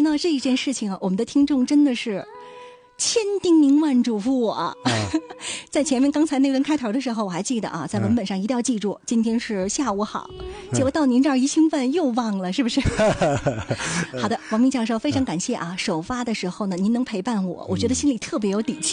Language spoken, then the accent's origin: Chinese; Dalian, Liaoning, China; 这首歌是我们大连人非常喜欢的